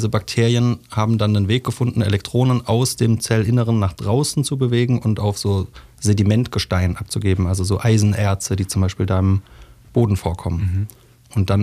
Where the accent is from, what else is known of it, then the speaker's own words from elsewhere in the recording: Baden-Württemberg, Germany; ich bin in Oberschwaben aufgewachsen. Meine Mama und meine Oma haben mich großgezogen.